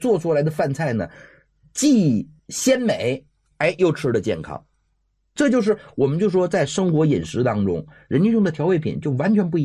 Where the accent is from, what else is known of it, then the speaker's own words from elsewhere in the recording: northern China, China; 因为我本身是北方人嘛，